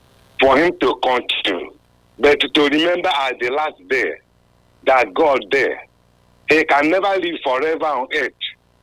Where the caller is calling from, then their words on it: Benin City, Edo, Nigeria; I'm calling you from Upper Sababa.